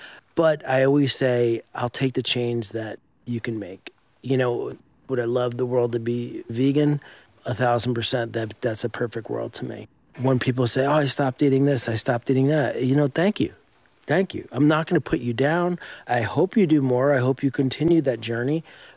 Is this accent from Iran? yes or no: no; New Jersey, United States; moved away; I'm from Jersey.